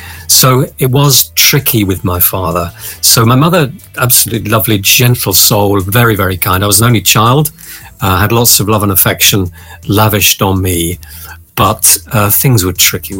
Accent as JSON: {"language": "English", "town": "Emsworth", "region": "South East England", "country": "United Kingdom", "tie": "born or raised there", "said": "So I was brought up in Emsworth in Hampshire, right on the coast."}